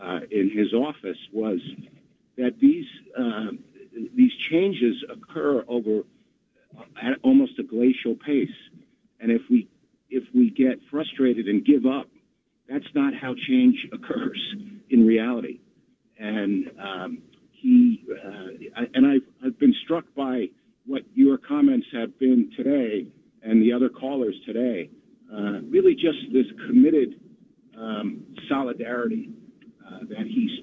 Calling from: New Jersey, United States; right now I'm crossing the George Washington Bridge from New Jersey.

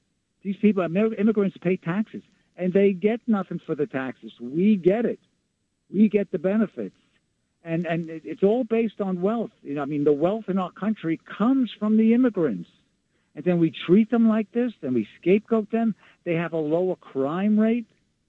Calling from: Long Island, New York, United States; from Long Island.

